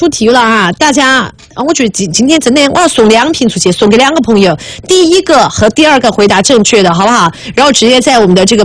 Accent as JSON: {"language": "Chinese", "region": "Sichuan", "country": "China", "said": "我们四川人"}